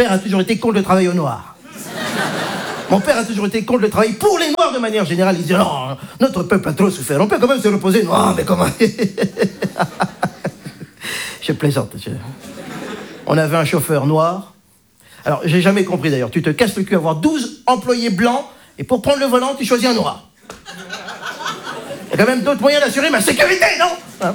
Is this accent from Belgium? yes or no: yes; Belgium; also born or lived in Democratic Republic of the Congo; Oui, madame, c'est vrai que je ne suis pas belge depuis le début. Bon, je vous explique. Je suis né zaïrois.